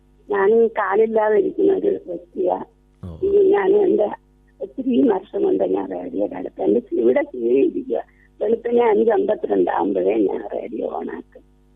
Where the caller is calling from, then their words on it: Mainagappally, Kerala, India; കൊല്ലം മൈനാടപ്പള്ളി.